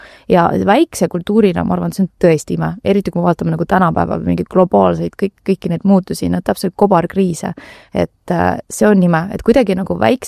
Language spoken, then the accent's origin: Estonian; Tallinn, Harju County, Estonia; born or raised there